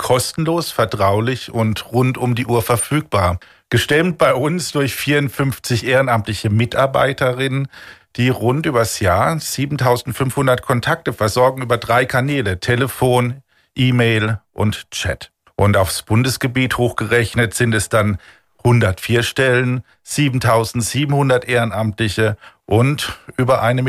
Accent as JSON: {"language": "German", "town": "Sinsheim", "region": "Baden-Württemberg", "country": "Germany", "tie": "born or raised there", "also_born_or_lived": "Heidelberg", "moved": "as an adult", "lives_now": "Konstanz, Germany", "said": "Gebürtig komme ich aus Sinsheim-Elsenz, studiert habe ich vornehmlich in Heidelberg"}